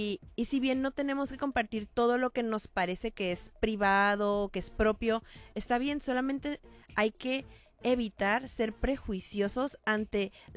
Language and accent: Spanish; Mexico; somos mexicanos